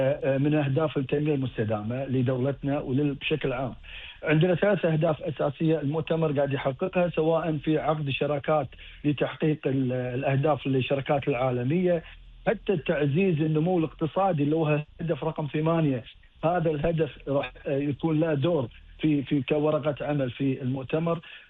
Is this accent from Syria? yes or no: no; Kuwait; عندنا في الكويت.